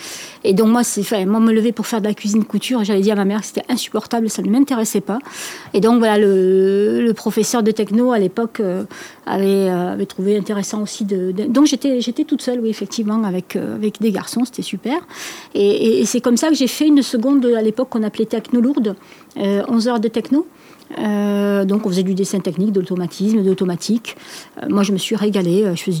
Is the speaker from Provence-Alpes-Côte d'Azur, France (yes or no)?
no; Alès, Occitanie, France; je suis née à Alès. J'ai fait mon école maternelle, et ça a son importance, à l'école Nadine Worms